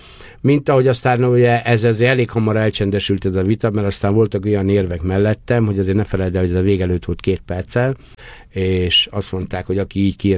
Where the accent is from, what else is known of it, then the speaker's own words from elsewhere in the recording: Hungary; Büszke mindig is arra voltam, magyarként odaérhettem.